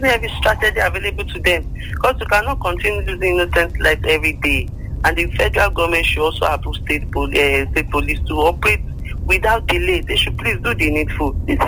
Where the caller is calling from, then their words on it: Ibadan, Oyo, Nigeria; I'm calling from Alakia.